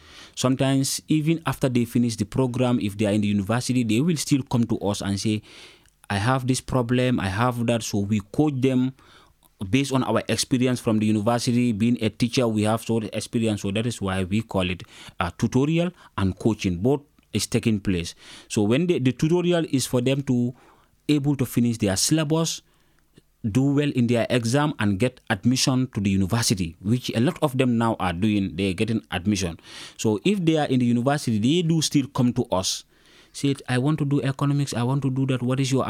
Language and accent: English; Gambia; now in Italy; the first day that we are coming from the Gambia, we landed in Milan at 4 o'clock.